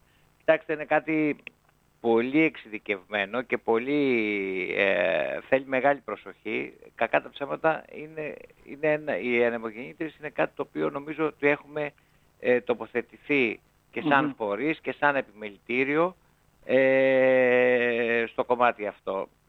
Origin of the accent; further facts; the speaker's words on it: Samos, North Aegean, Greece; Εμείς μιλάω για Σάμο διότι αυτός είναι ο τόπος μου, εδώ δραστηριοποιούμαστε όλοι και εδώ ζούμε.